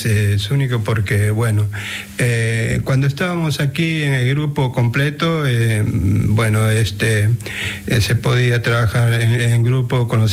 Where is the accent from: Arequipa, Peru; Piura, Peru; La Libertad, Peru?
La Libertad, Peru; Huanchaco; y yo llevé la quena, la zampoña y el charango a Huanchaco, a mi pueblo, y ahí empezamos.